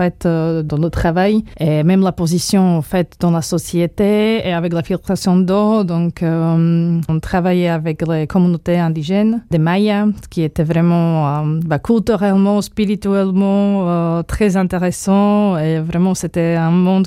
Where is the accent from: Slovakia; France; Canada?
Slovakia; Bratislava, Bratislava Region; French is a second language; Donc, chez nous à Bratislava, c'est le lycée Metodova.